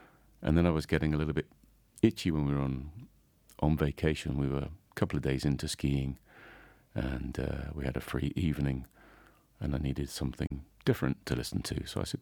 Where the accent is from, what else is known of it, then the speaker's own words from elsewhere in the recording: England, United Kingdom; now in Zell am See, Austria; I'm actually from England. I'm a ski instructor in Zellamzee in Salzburgerland.